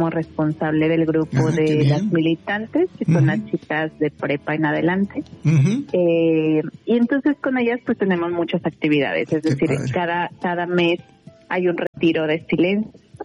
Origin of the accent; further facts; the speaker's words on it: Mexico; moved away; siendo además mexicanas